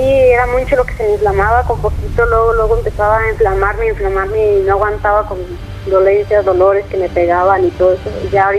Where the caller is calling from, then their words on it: Zacatecas, Mexico; De Zacatecas